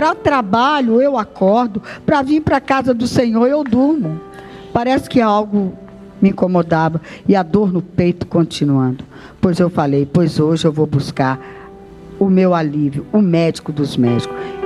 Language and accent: Portuguese; Sabará, Minas Gerais, Brazil; Eu sou da cidade de Sabará.